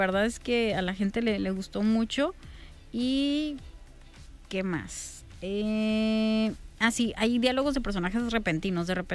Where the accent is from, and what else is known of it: Mexico